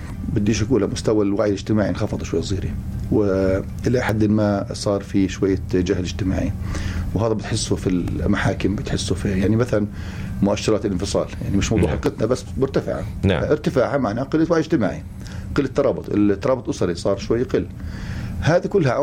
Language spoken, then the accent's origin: Arabic; Palestine; احنا هذا نفكر فيه كفلسطينيين